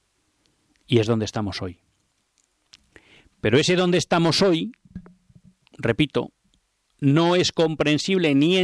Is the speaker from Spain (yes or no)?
yes; Spain; soy patriota español